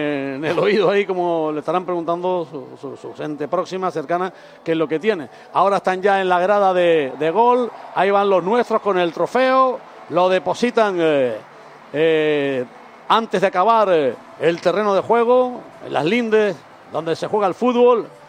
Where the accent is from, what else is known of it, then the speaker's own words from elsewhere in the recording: Puerto de la Cruz, Canary Islands, Spain; Me recuerda a la ñamera de mi pueblo, la Plaza del Charco.